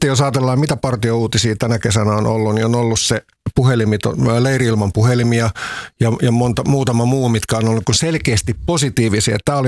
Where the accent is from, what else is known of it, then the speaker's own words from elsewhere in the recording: Vantaa, Uusimaa, Finland; also born or lived in Helsinki; me muutettiin aikoinaan Lauttasaaresta Tikkurilaan